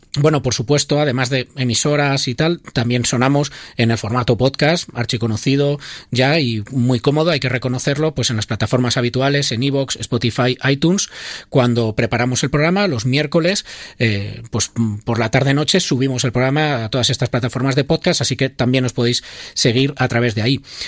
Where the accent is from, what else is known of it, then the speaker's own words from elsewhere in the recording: Guadalajara, Castilla-La Mancha, Spain; yo soy de Guadalajara